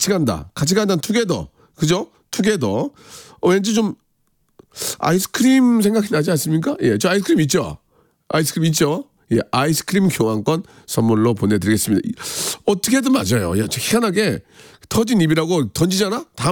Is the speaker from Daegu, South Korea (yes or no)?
no; Gunsan, North Jeolla, South Korea; 군산은, 아, 제 고향입니다만은